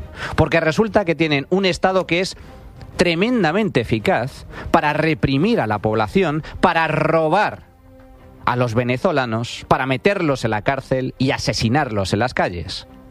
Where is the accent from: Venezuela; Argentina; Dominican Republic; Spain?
Spain; En el caso de España todavía es de mayor gravedad ese abandono, porque somos un país rico.